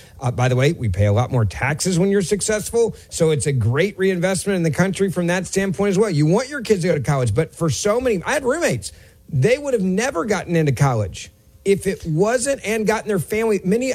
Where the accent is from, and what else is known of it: Memphis, Tennessee, United States; born or raised there